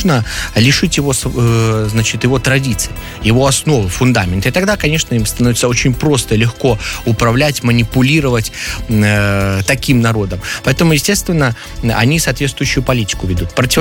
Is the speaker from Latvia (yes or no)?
no; Belarus; одна из основных таких причин, почему мы сегодня белорусы, имеем свою собственную страну, живем по своим собственным законам и движемся по своему собственному белорусскому пути развития